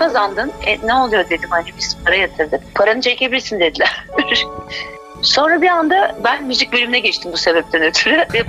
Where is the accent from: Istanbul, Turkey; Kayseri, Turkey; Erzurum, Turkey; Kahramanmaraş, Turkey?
Erzurum, Turkey; born there; Erzurum'dalarmış o sırada, Erzurum'da doğdum ben babamın işi sebebiyle.